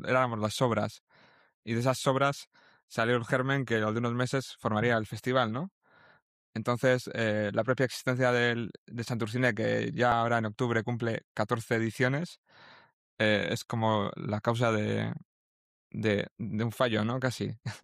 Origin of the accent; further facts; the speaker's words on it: La Rioja, Spain; born there; moved away; Me acuerdo que creé un superhéroe cuando yo era en La Rioja